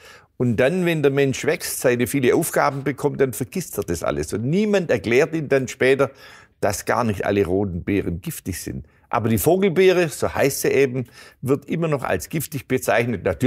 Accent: Baden-Württemberg, Germany; born there; Nun ja, die Streuobstwiese, ich bin in der Nähe geboren. Die Schwäbische Alb hat so viele dieser Flächen.

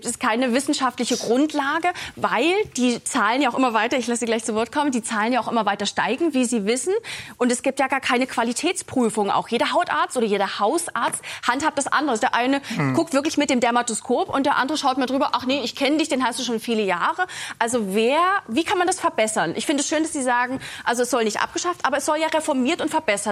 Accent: Saxony, Germany; ich komme aus Sachsen

